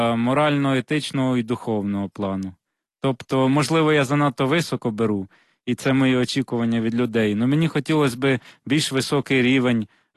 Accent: Yuzhne, Odesa Oblast, Ukraine; центр лежав неподалік від мосту сучасного міста, звідки я родом, Южна, а тепер уже Південна Українська.

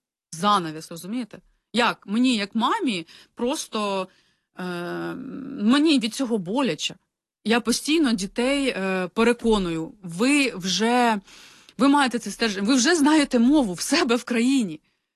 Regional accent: Brovary, Kyiv Oblast, Ukraine; І саме цікаве, що навіть я сама з Броварів, і у нас це було відведено, ну, я своє дитинство пам'ятаю таким, що коли хтось говорив російською мовою, на нього дивились: що ти, звідки ти приїхав?

